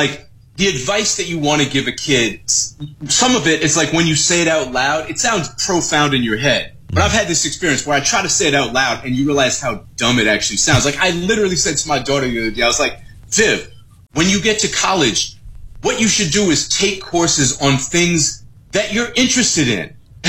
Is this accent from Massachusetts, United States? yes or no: yes; Boston, Massachusetts, United States; I mean, I'm from Boston, so like Cheers was mandatory viewing.